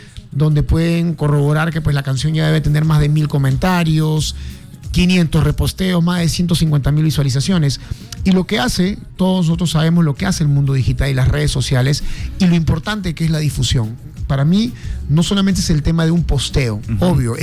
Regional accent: Peru; Y la verdad que uno como peruano, sabes, para mí es tan importante siempre tener la camiseta puesta.

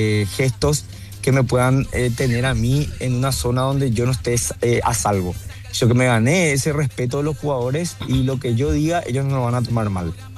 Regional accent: Paraguay; nosotros como paraguayos estamos acostumbrados luego a pasar de ronda en los mundiales.

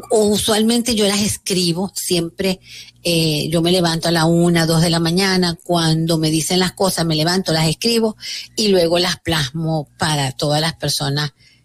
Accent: Venezuela; now in Dominican Republic; venezolana, con residencia aquí en la República Dominicana hace muchísimo tiempo ya

